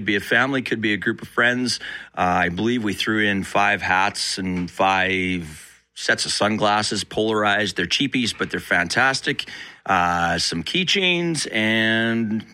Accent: Roland, Manitoba, Canada; moved away as an adult; also born or lived in Winnipeg, Canada / Carman, Canada; now in Pinawa, Canada; that was the biggest duration of my life I spent in Roland. Went to school in Carmen, but it started, I was just telling Greg, it started over on Stella Avenue here in the North End.

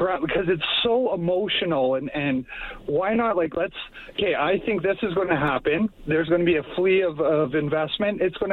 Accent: Quebec, Canada; born there; I was born in Quebec. I lived through the 95 referendum.

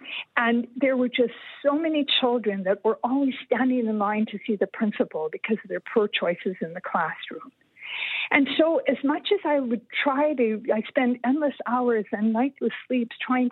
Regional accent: Canada; moved away as an adult; also born or lived in Rome; now I'm in my home country

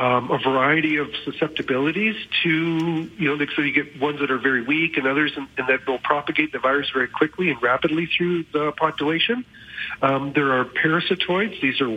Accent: Edmonton, Alberta, Canada; When I was a little kid growing up in Edmonton

